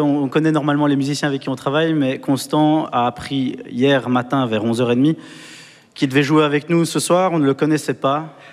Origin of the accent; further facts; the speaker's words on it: Belgium; de chez nous, en Belgique